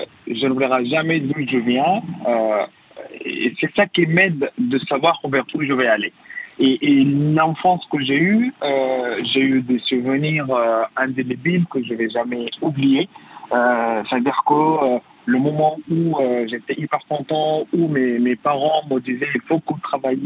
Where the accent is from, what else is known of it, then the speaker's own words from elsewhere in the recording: Darfur, Sudan; now in France; C'est-à-dire que mon pays d'origine, le Soudan, et mon pays d'adaptation, où j'étais adopté, la France.